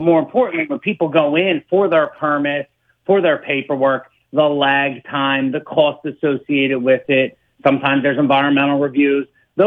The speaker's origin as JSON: {"language": "English", "town": "Philadelphia", "region": "Pennsylvania", "country": "United States", "also_born_or_lived": "Reading, Pennsylvania", "moved": "as an adult", "said": "I'm from Northeast Philly, so it was the first place I lived outside of the city."}